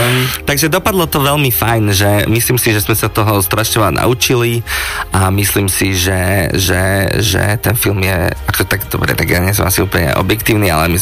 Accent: Košice, Košice Region, Slovakia; ja som teraz z Košíc

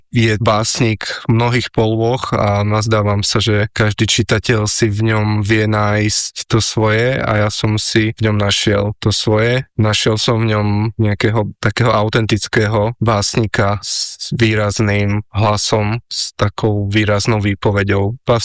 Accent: Šurany, Nitra Region, Slovakia; Prvýkrát som sa s jeho dielom stretol ešte ako gymnazista, keď som v mojom rodnom meste v Šuranoch navštevoval tane vysveteného kňaza Vendelina Lacu

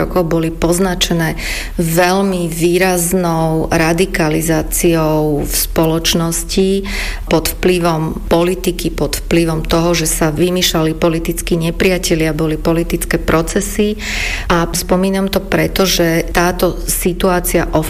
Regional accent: Bratislava, Bratislava Region, Slovakia; u nás v Bratislave

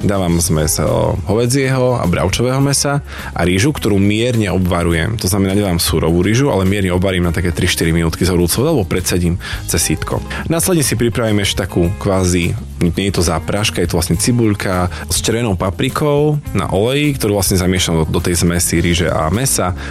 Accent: Holčíkovce, Prešov Region, Slovakia; u nás doma v Holčíkovce sa robia zo sladkej kapusty

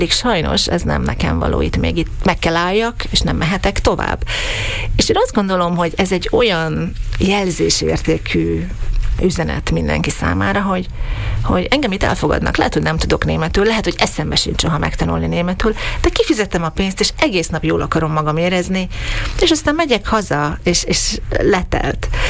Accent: Southern Slovakia, Slovakia; now in Austria

